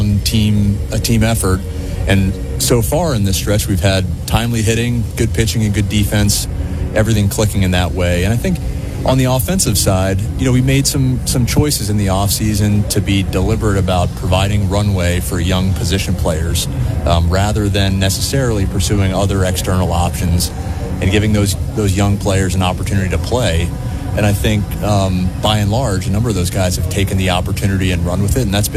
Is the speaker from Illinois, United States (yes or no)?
no; Pennsylvania, United States; moved away; I grew up in the Philadelphia suburbs